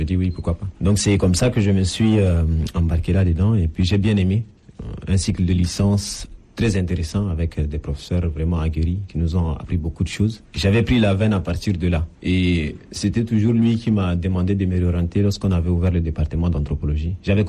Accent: N'Djamena, Chad; born there

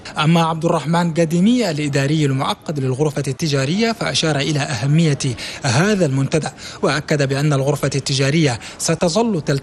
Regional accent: Chad; تواصل بلادنا تشاد في حشد الاستثمارات لتمويل خطتها الوطنية للتنمية تشاد ترابط 2030

